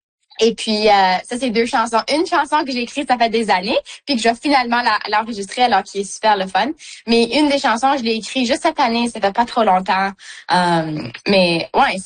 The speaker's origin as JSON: {"language": "French", "region": "Manitoba", "country": "Canada"}